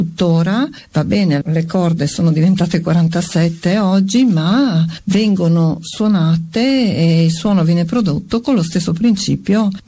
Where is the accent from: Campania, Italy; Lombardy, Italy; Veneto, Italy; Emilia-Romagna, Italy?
Emilia-Romagna, Italy; Piacenza; born there; Io sono nata a Piacenza, ho studiato l'arpa al Conservatorio di Piacenza